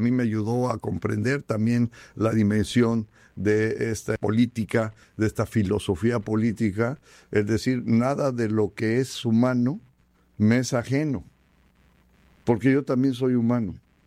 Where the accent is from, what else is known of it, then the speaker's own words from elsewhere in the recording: Mexico; nos identifican como mexicanos